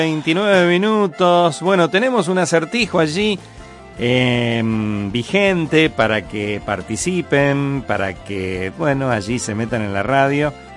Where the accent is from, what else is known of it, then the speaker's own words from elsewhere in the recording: Santa Fe, Argentina; Barrio Mayoraz. Ahí es donde yo nací, ahí en JP López al 2700.